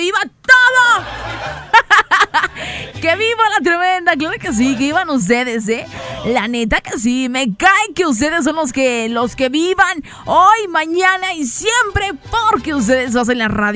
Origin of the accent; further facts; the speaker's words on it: Durango, Mexico; soy duranguense. Por fortuna he nacido duranguense, pero más orgullo es ser mexicana. ¡Au! Y por supuesto, somos … de allá, de Vicente Guerrero.